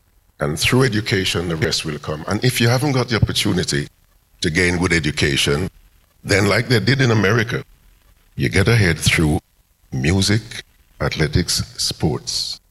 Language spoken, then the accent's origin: English; Kingston, Jamaica; So I grew up in West Kingston with all my brothers and sisters